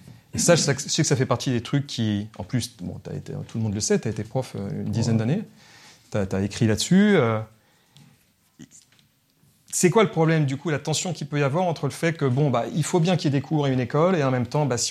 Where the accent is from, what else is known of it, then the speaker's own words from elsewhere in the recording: Granville, Normandy, France; born there; Moi, je suis né à Granville.